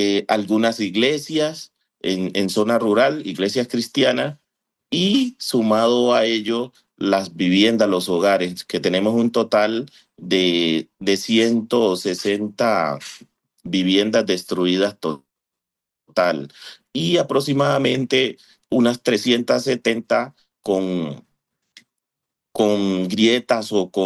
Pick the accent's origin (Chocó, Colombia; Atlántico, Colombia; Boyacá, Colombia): Chocó, Colombia; Sipí; en nuestro territorio, en Sipí, donde ha sido un territorio azotado por el conflicto